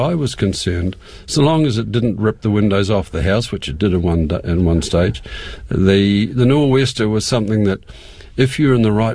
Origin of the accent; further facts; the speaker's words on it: Roxburgh, Otago, New Zealand; now in Christchurch, New Zealand; when I was brought up in Roxburgh, I had the old man range. That was my environmental area.